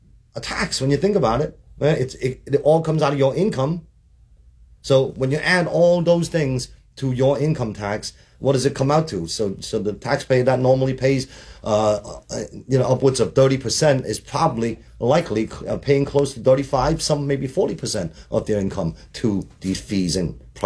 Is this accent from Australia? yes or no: no; Hong Kong; English is a second language; now in United States; I came from Hong Kong. I was born in Hong Kong under British government. And I came here in 1977. You know, we were just your ordinary poor immigrants.